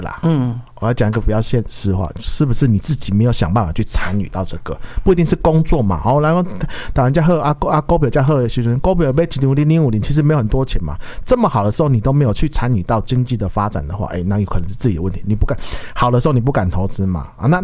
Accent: Kaohsiung, Taiwan

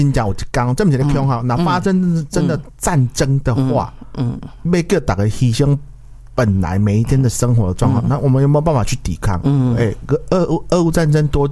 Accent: Taiwan; 我们台湾人啊来啊去办公桌吃早餐哦吃一吃

